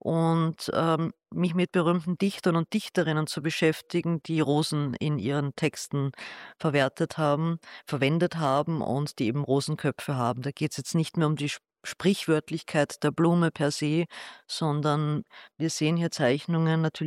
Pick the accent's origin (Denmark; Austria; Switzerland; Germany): Austria; Vienna; Ich selber bin ja Wienerin, also Josefstädterin und keine Kärntnerin. In mir fließt kein Kärntner Blut